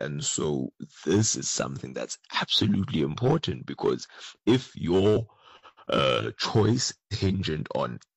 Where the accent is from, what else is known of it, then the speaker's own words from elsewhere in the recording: South Africa; as South Africans